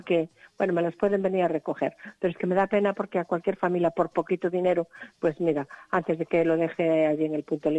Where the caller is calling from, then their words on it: Sanxenxo, Galicia, Spain; Estoy llamando ahora mismo desde Sanxenxo.